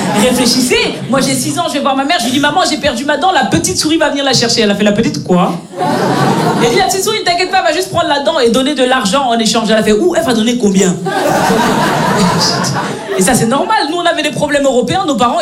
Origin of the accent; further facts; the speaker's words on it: Belgium; Moi, je suis née, j'ai grandi en Belgique. Mes parents sont nés, ils ont grandi au Cameroun. J'ai pas besoin d'aller en Afrique pour vivre des chocs culturels.